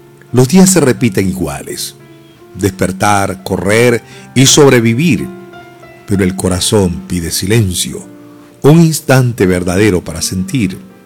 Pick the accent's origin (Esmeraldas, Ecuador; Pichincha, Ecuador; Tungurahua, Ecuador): Esmeraldas, Ecuador; born there; also born or lived in Manabí, Ecuador; yo nací en Esmeraldas, yo soy esmeraldeño. Me crié en Manabí buena parte de mi niñez y juventud